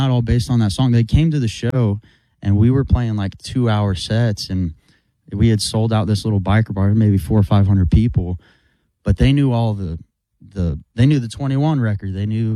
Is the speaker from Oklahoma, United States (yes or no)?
yes; Bixby, Oklahoma, United States; Bixby, Oklahoma.